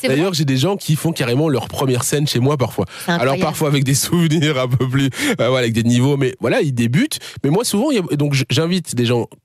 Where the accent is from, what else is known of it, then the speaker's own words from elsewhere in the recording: Charleroi, Wallonia, Belgium; je suis très ancré à ma région, bah, comme vous Fanny, quand on est Carolo, on est fiers de l'être et on le dit partout.